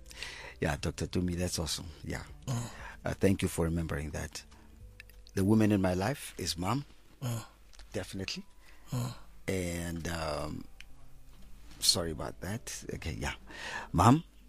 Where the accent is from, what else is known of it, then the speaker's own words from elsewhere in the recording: Pretoria, Gauteng, South Africa; moved away; also born or lived in United States; And then I was born in Pretoria.